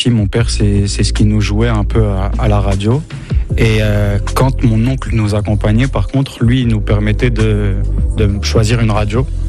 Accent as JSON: {"language": "French", "country": "Morocco", "said": "Bah après, faut pas oublier que je suis marocain aussi."}